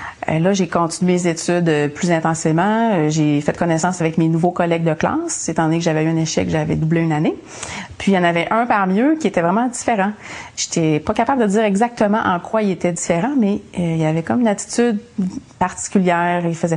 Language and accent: French; Saint-Félicien, Quebec, Canada; Moi, j'ai grandi au Lac-Saint-Jean, Saint-Félicien. Je suis la plus jeune d'une famille de 5 enfants. Et puis, c'est une famille typiquement québécoise, normale, avec des bons parents. Mes parents m'ont toujours amené à l'église catholique pour la messe quand j'étais petite.